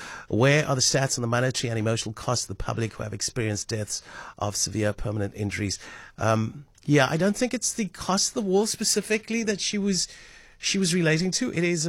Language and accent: English; Cape Town, Western Cape, South Africa; I come from Parkwood.